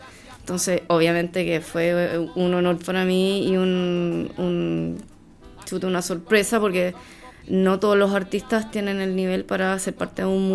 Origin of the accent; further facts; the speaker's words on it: Chile; Estoy siendo como una chilena una persona que representa a Chile en este momento en Rusia.